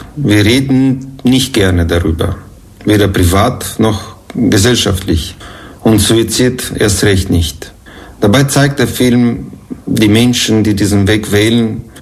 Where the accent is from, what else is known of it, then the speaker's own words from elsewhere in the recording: Moldova; moved away as an adult; also born or lived in Bucharest / Vienna; now in Austria; Dokumentarfilmer. Ich komme ursprünglich aus Moldova oder Moldawien. Habe aber in Bukarest und Wien studiert und lebe seit 25 Jahren hier in Österreich.